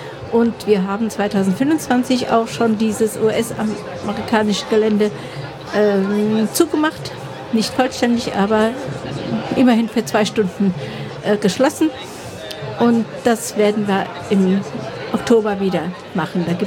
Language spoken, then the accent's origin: German; Germany; Wir sind nämlich als Deutsche involviert